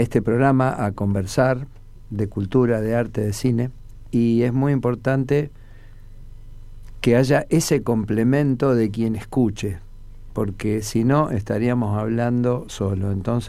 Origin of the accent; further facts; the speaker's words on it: Rosario, Santa Fe, Argentina; born there; Yo nací en Rosario. Yo nací en Rosario.